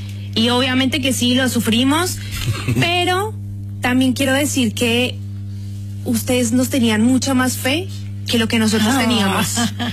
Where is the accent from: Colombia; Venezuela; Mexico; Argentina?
Colombia; Bogotá; ¿cómo te parece que yo soy de Bogotá?